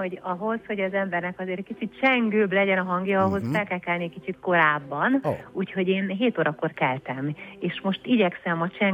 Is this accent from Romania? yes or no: yes; Székely Land, Romania; moved away; és mi annak idején ugye gyerekként otthon Székelyföldön, mi állandóan énekeltünk.